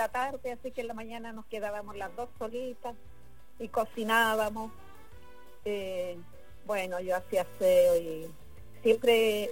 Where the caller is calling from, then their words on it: Canada; Estoy en Canadá, ¿no?